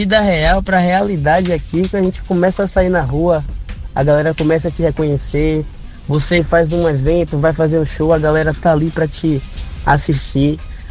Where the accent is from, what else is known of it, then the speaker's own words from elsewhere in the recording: Salvador, Bahia, Brazil; como é que eu sou de Salvador? A galera aqui em Brasília me conhece assim.